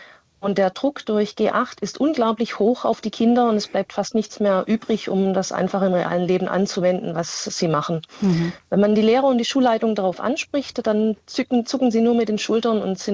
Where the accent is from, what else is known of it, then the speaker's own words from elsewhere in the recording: Baden-Württemberg, Germany; ich komme aus Baden-Württemberg.